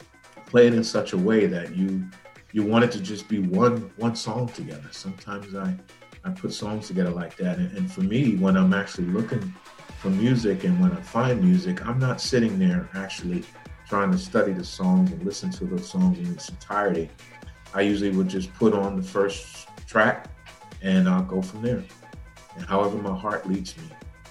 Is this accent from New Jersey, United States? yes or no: yes; Newark, New Jersey, United States; also born or lived in Irvington; When I moved, born and raised in Newark, and then when my mom moved us to Irvington, I was able to meet up with some neighborhood friends who also had an interest in DJing and playing music.